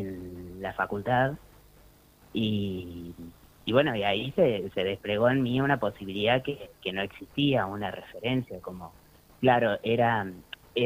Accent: Ingeniero Jacobacci, Río Negro, Argentina; also born or lived in Córdoba; yo soy nacido de origen en Córdoba, pero desde muy pequeño crecí en Jacobasi.

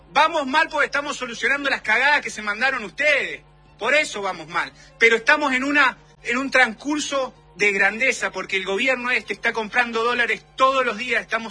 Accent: Argentina

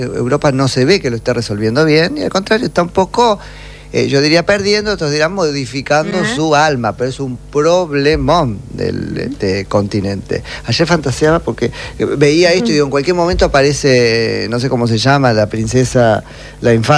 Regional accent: Argentina; pero eso tiene un poco que ver con lo que somos los argentinos.

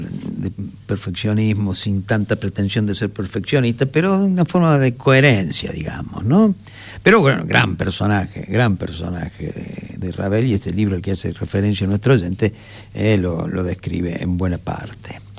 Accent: Argentina; Orgullo nuestro, orgullo argentino

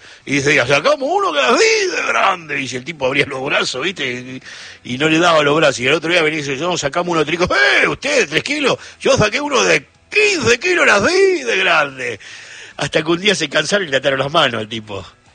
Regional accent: Argentina; Y así somos los argentinos, ¿eh?

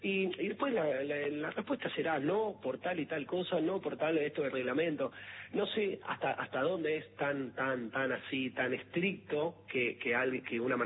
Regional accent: Argentina; ¿Por qué vamos a cambiar la cultura argentina? Esta tan linda que tenemos nosotros, que somos latinos, que no somos Nueva York, que no somos Yankee

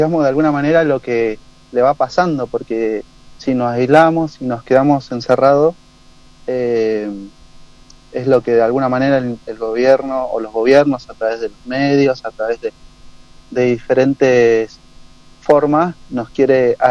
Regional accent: Río Negro, Argentina; moved away; la línea sur, que es de donde vengo yo y siempre ando por allá cada tanto

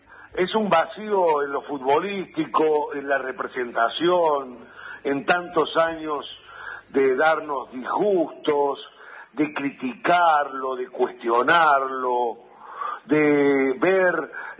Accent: Argentina; porque es como que los argentinos siempre necesitamos de un líder, de un caudillo.

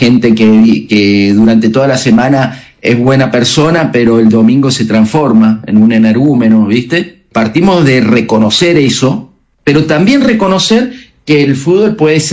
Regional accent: Godoy Cruz, Mendoza, Argentina; now in Córdoba, Argentina; Soy mendocino, sí. De Godoy Cruz, pero sí, como decís vos, vivo en Córdoba hace 34 años.

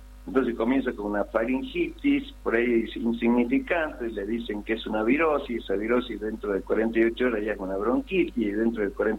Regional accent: Catamarca, Argentina; born there; Los que somos nacidos en Catamarca

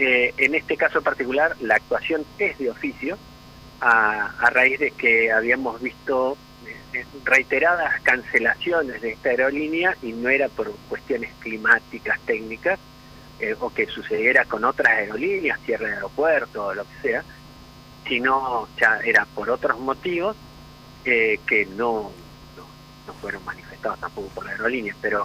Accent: San Carlos de Bariloche, Río Negro, Argentina; yo escuchaba de chico ya, allá en Bariloche

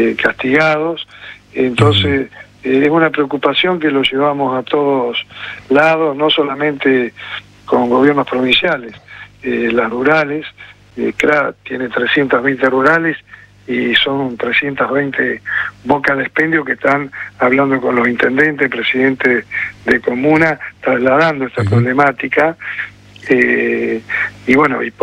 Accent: Argentina

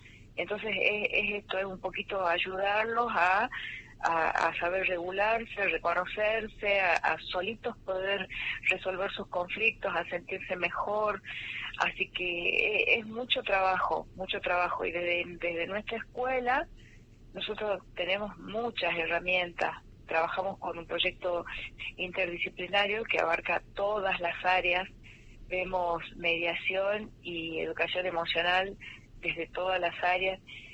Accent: Monteros, Tucumán, Argentina; moved away as an adult; now in Tafí del Valle, Argentina; Soy de Monteros, pero hace 20 años que estoy trabajando en la zona de Tafí del Valle.

